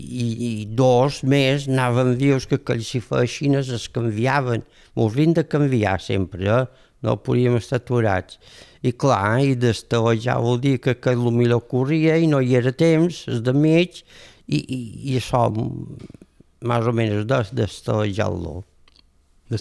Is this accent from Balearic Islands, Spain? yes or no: yes; Ferreries, Balearic Islands, Spain; de petit, aquí a Ferreries anaven a cases monges, allà per passar el temps